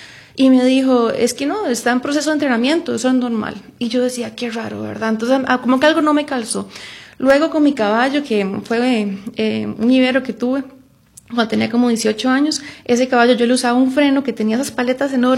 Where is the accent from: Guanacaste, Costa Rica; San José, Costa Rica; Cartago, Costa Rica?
San José, Costa Rica; Guadalupe; born there; now in Heredia, Costa Rica; yo nací en Guadalupe, pero llevo 20 años de vivir en Heredia.